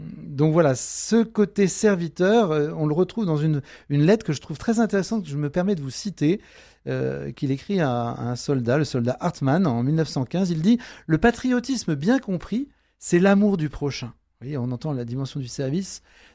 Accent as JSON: {"language": "French", "region": "Grand Est", "country": "France", "said": "dans ce qu'on appelle la France chez nous en Moselle, la France de l'intérieur."}